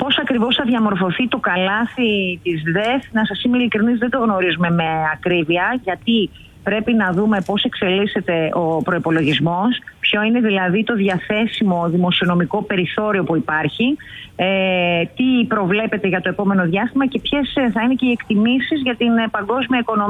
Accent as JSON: {"language": "Greek", "town": "Grevena", "region": "Western Macedonia", "country": "Greece", "tie": "born or raised there", "also_born_or_lived": "Thessaloniki"}